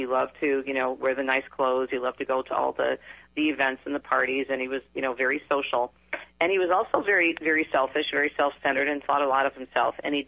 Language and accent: English; Detroit, Michigan, United States; also born or lived in Umbria, Italy; you come back here to my hometown of Metro Detroit, and there's, you know, it's a very, very busy area